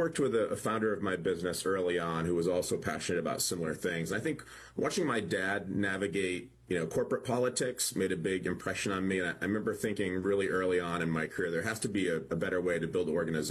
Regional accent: Rocky Hill, Connecticut, United States; from Rocky Hill, Connecticut, just south of Hartford.

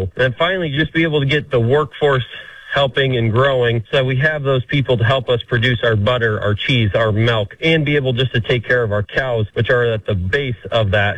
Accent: Wisner, Nebraska, United States; So I grew up in a small town of Wisner, Nebraska. I still live there about 8 miles north. I grew up raising show pigs and show chickens

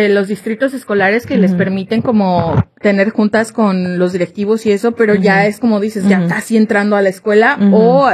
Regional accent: Mexico; moved away; Yo hablo digamos de la experiencia de México

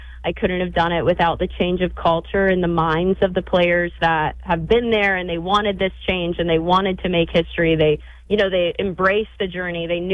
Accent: Naples, Florida, United States; I was from somewhere, I'm from Naples, Florida

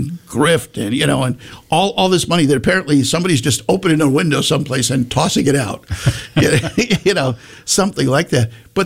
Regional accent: Connecticut, United States; also born or lived in Maryland; now in Virginia, United States; where I grew up in Connecticut, you did not have counties, so to speak. You had areas, but they all kind of blended together. And then I lived in Maryland

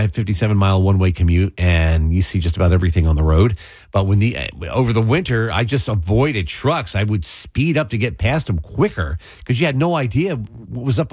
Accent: Mays Landing, New Jersey, United States; so I grew up in Mays Landing

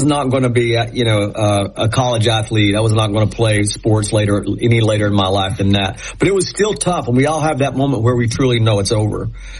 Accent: Knoxville, Tennessee, United States; You know, growing up in East Tennessee and in Knoxville, you know, we didn't have a pro allegiance to anything. It was all just Tennessee football. And we grew up out in the country

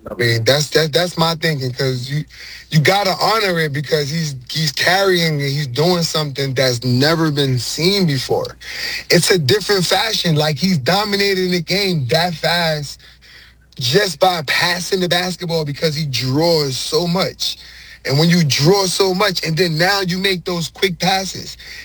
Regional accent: New York, United States; I'm from New York, whole life.

